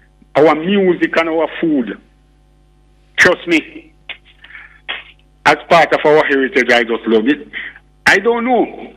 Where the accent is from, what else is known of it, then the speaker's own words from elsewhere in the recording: Jamaica; However, I love my Jamaican heritage.